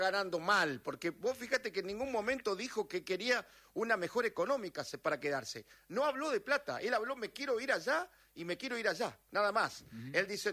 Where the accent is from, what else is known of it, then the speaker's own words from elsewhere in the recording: Argentina; Como somos nosotros los argentinos, que una vez que estamos en un lugar, queremos, si vamos a jugar por algo, queremos ganar.